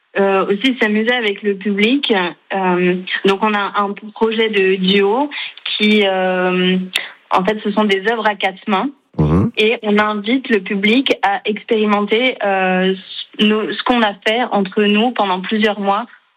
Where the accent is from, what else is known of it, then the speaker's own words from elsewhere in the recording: Ajaccio, Corsica, France; Je suis originaire d'Ajaccio.